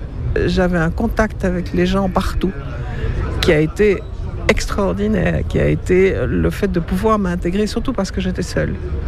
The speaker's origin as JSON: {"language": "French", "country": "Belgium", "tie": "born there", "said": "Alors, je suis née en Belgique, un petit peu par accident, je crois, parce qu'une très grande partie de ma famille est argentine."}